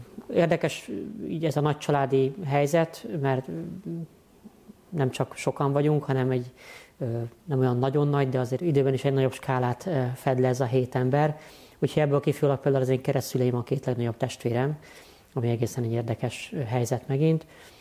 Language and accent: Hungarian; Budapest, Hungary; Egy budapesti nagy katolikus családból származom, heten vagyunk testvérek, én vagyok a legkisebb.